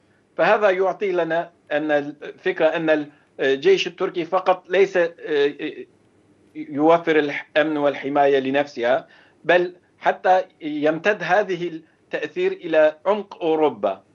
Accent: Turkey; فبالتالي نحن كشعب تركي

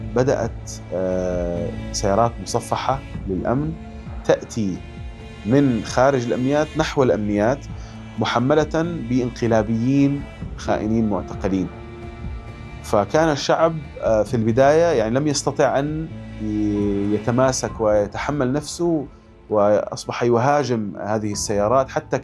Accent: Syria; now in Istanbul, Turkey; الذي شعرت به كسوري هو أننا نعيش لحظة تاريخية فاصلة مرة ثانية

